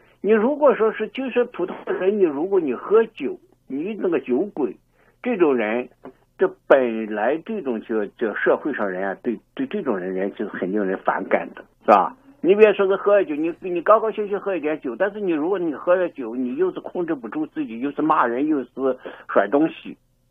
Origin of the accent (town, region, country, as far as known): China